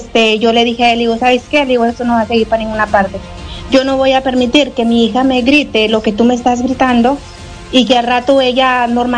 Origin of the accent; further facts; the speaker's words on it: Michoacán, Mexico; Yo no sé si, yo soy del estado de Michoacán.